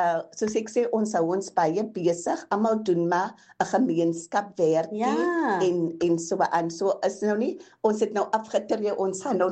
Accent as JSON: {"language": "Afrikaans", "town": "Mossel Bay", "region": "Western Cape", "country": "South Africa", "tie": "born or raised there", "said": "En dan het ek, ek is gebore hier in Mossel Bay, maar weens omstandighede het ons klein tyd by ons oupa en ouma op Tergnet wat nou toekoms is gebly."}